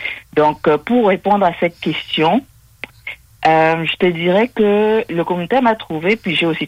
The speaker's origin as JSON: {"language": "French", "country": "Cameroon", "tie": "born or raised there", "moved": "yes", "lives_now": "Quebec City, Canada", "said": "Je suis originaire du Cameroun"}